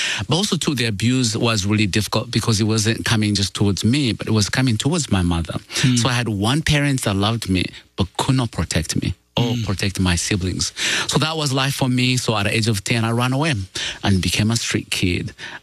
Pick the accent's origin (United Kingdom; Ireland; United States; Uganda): Uganda; well, I come from Uganda and grew up poor of the poorest. You know, as a kid, I had to go fetch water 3 to 4 miles away.